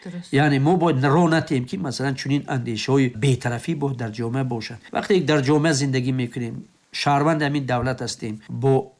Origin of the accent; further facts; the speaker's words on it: Tajikistan; من تاجیک تولد شدم، خب کجای بروم اگر من تاجیک هستم؟ در چین هم زندگی کنم من تاجیک هستم، در امریکا هم زندگی کنم من تاجیک هستم